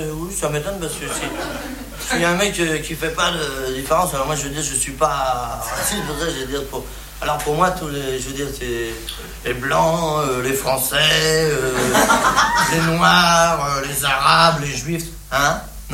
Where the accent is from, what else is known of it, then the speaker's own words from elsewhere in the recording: France; ben, je suis bien blasé, hein, je suis français.